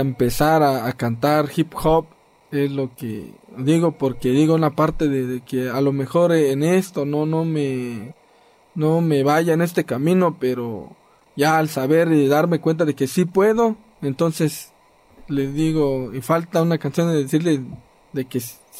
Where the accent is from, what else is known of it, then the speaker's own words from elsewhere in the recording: Juchitán, Oaxaca, Mexico; born there; first language Zapotec; Spanish is a second language; Muchos de nosotros no hablamos bien el español, por lo mismo hablamos más el zapoteco. Y ahí en mi barrio, en la sección donde vivo, de Juchitán, pues ahí se habla mucho el zapoteco.